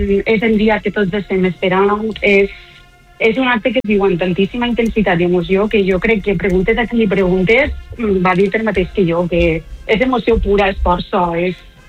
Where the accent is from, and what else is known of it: El Verger, Valencian Community, Spain